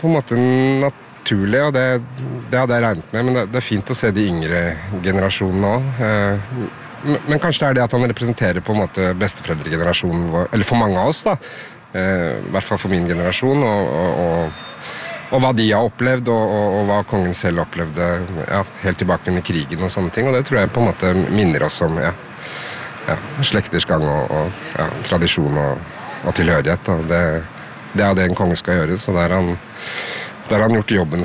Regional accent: Oslo, Norway; jeg er fra Oslo

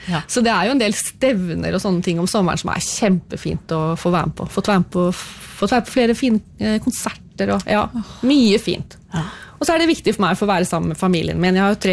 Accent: Råde, Østfold, Norway; now in Fredrikstad, Norway; Hvis jeg skal tilbake til Råde, så er jeg jo, jeg vokste opp på Tom på jordbruksskolen

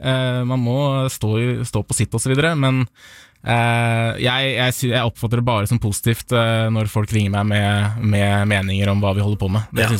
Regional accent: Svelvik, Buskerud, Norway; Jeg er jo selv fra Svelvik.

